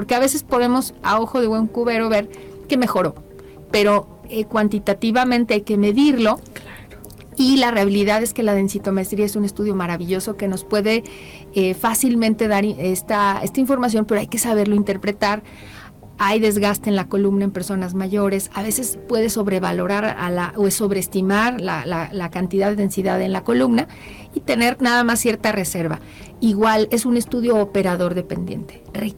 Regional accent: Mexico; Tenemos nosotros como población mexicana datos relevantes

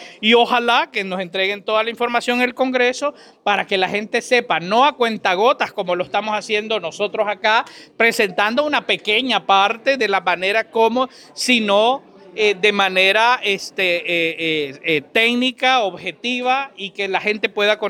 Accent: Honduras

